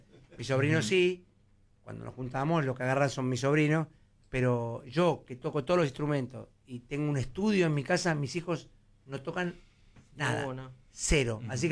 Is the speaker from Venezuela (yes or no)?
no; Palomar, Buenos Aires Province, Argentina; Yo soy de Palomar. Por supuesto que lo conozco.